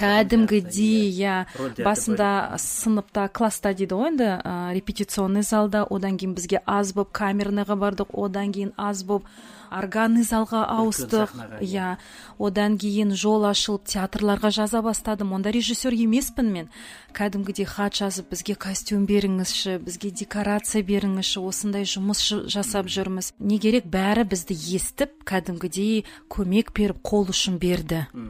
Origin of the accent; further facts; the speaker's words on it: Rudny, Kostanay Region, Kazakhstan; born there; 2 жыл өзім туған жерім Қостанай облысы Рудный қаласы. Сол Рудныйда музыкальный училище болатын.